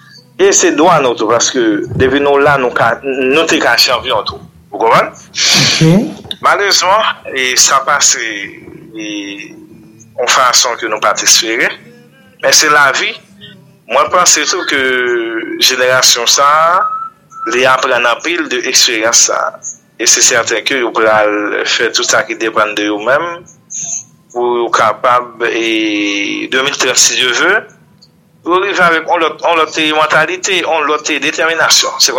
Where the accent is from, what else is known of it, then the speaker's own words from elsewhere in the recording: Haiti; en tant que haïtien